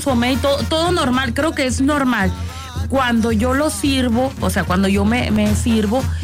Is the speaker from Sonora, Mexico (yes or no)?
yes; Sonora, Mexico; somos sonorenses